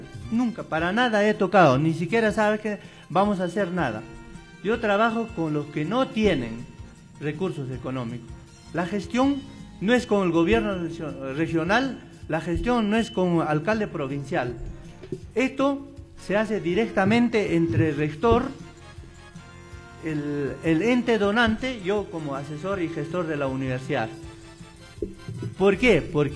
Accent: Colquemarca, Cusco, Peru; Yo soy de Colquemarca, de la comunidad campesina de Curpire, candidato al gobierno regional de Cusco.

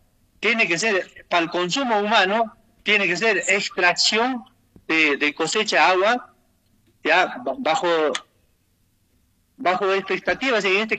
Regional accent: Cusco, Peru; nuestra región Cusco

